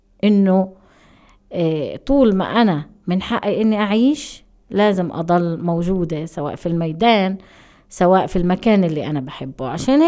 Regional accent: Palestine; إحنا كشعب فلسطيني كلنا عنا تحديات،

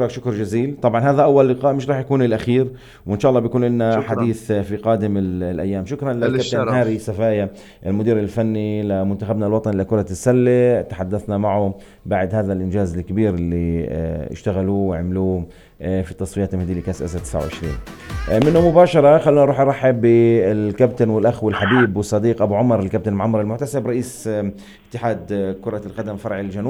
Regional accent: Palestine; لنا كمان كفلسطينيين

